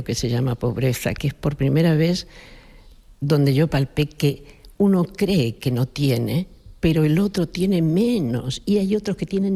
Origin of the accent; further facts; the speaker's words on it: Argentina; en mi caso, en nuestro caso, en Argentina